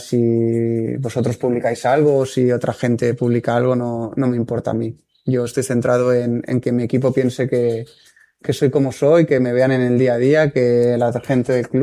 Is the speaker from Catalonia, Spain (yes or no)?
yes; Barcelona, Catalonia, Spain; now in Valencia, Spain; yo soy de Barcelona, que está cerquita.